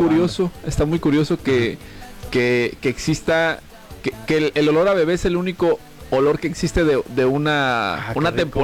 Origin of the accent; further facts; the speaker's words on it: Mexico; Somos el futuro de México